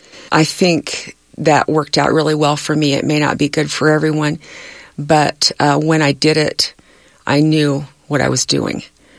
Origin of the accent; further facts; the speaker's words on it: California, United States; born there; I was born in California, and it was rather integrated down there.